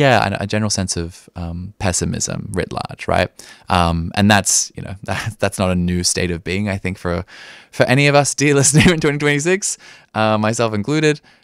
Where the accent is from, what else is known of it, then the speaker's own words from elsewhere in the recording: Sydney, New South Wales, Australia; moved away; I'm originally from Sydney